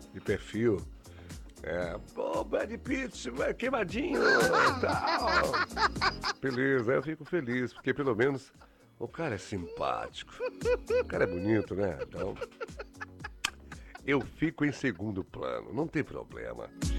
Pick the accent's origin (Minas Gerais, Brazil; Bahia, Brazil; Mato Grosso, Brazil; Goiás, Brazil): Bahia, Brazil; Salvador; eu sou de Salvador, Bahia. Baiano.